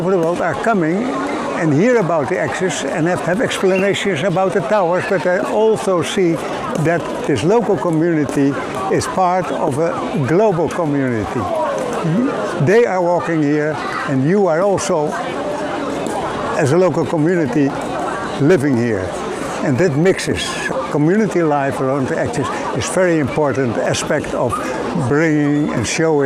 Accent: Netherlands; English is a second language; now in China; I'm a foreigner from Holland. We both settled here, and from here we raised a family with 2 boys.

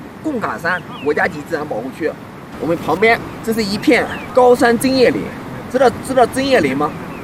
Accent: Shandong, China; moved away; 我的老家山东呢是处于下游，所以呢一看到这黄河奔流啊，我就想到我老家。

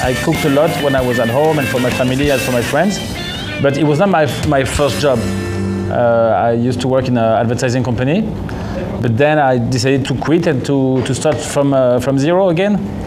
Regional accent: France; I'm from France, Fagua.

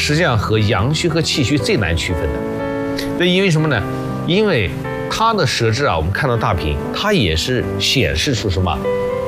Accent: China; 所以湿气对我们中国人来说，就每个人都可以去

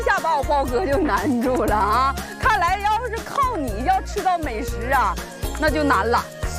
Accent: Inner Mongolia, China; 我是咱们科尔沁左翼重旗土生土长的

